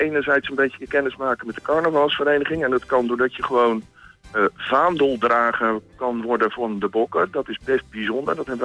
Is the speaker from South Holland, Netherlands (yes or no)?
yes; Voorhout, South Holland, Netherlands; We komen uit Voorhout, de handbalvereniging Voorhout.